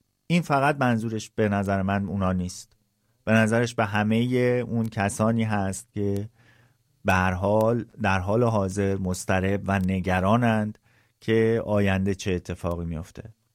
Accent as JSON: {"language": "Persian", "country": "Iran", "moved": "yes", "lives_now": "Gothenburg, Sweden"}